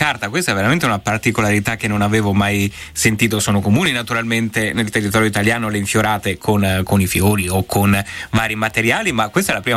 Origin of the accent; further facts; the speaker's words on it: Friuli-Venezia Giulia, Italy; Io che sono friulano